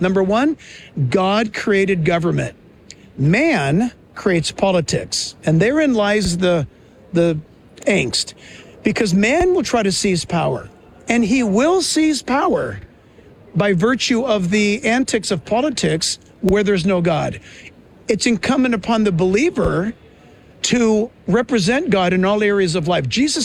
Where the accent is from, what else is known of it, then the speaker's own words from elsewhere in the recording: California, United States; Thank you for saying that, because I hail from California.